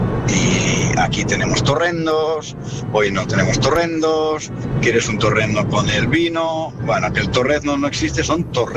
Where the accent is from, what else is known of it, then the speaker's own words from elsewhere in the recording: Catalonia, Spain; now in Cantabria, Spain; Pues yo soy catalán y llevo 5 años en Cantabria, y exactamente en la zona sur de Cantabria, de los Valles Pasiegos.